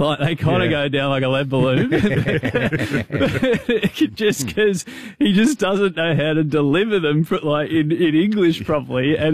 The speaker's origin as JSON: {"language": "English", "town": "Maitland", "region": "New South Wales", "country": "Australia", "tie": "born or raised there", "said": "I grew up in Maitland, a country town."}